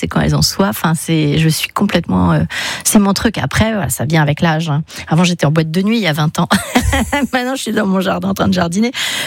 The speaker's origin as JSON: {"language": "French", "region": "Brittany", "country": "France", "tie": "born or raised there", "moved": "as an adult", "lives_now": "Vaucluse, France", "said": "Ouais, plus que bretonne, alors que je suis née en Bretagne et que j'ai vécu longtemps là-bas, mais vraiment, je suis totalement d'ici."}